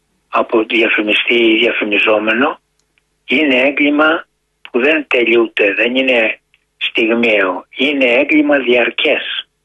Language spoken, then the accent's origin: Greek; Peloponnese, Greece; της οικογένειας Αγγελόπουλων που είναι από την πατρίδα μου κάτω από τη Γουρτινία